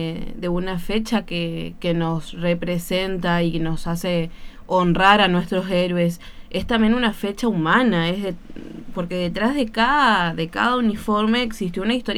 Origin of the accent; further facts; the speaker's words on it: Argentina; nuestro territorio argentino